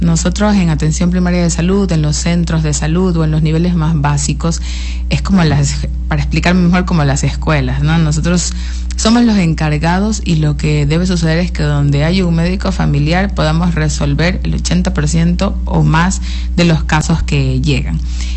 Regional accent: Esmeraldas, Ecuador; moved away as an adult; now in Morona Santiago, Ecuador; Bueno, yo soy esmeraldeña. En todos los ámbitos, esmeraldeña de Esmeraldas, la original, y siempre digo esmeraldeña de la Esmeraldas Oriental también. Hace ya 10 años, casi 11 años que vivo en Morona, Santiago.

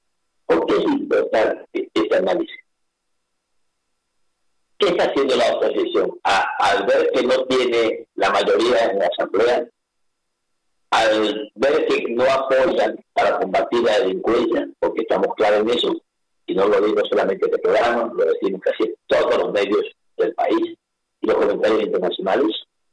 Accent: Ecuador

